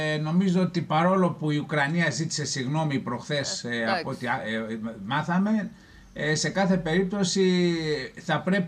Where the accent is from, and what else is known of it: Greece